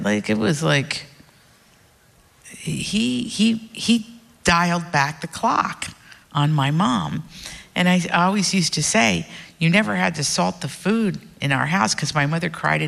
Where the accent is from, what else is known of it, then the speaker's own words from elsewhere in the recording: Appalachia, United States; I really believe in people. I'm from Appalachia. Even when people didn't like us, I found a way to like them, to communicate.